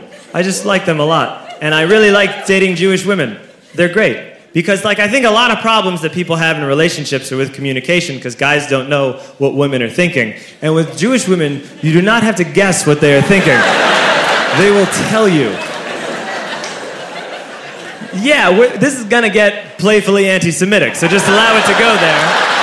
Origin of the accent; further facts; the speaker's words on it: Ireland; You know, I'm Irish, and Irish people, they don't tell you a thing.